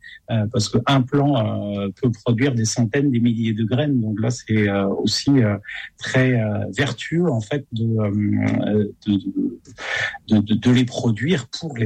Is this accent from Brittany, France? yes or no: yes; Brittany, France; peut cultiver ben, chez nous en Bretagne.